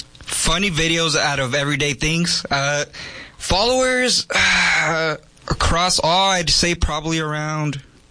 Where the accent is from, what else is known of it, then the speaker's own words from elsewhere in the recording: Yuma, Arizona, United States; I grew up on Somerton Avenue, but I basically my whole life, Yuma.